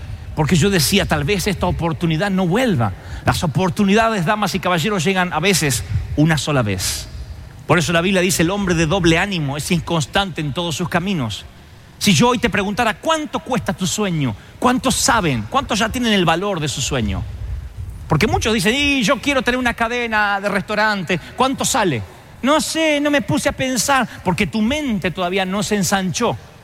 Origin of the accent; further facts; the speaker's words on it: Argentina; Eso porque soy argentino, ¿eh?